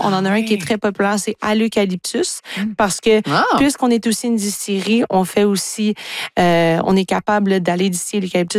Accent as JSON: {"language": "French", "town": "Beauharnois", "region": "Quebec", "country": "Canada", "tie": "born there", "also_born_or_lived": "Ottawa", "moved": "as an adult", "said": "mon conjoint et moi, on a décidé de revenir à Beauharnois. Parce qu'en effet, c'est ça, je pratiquais le droit et j'étais à Ottawa."}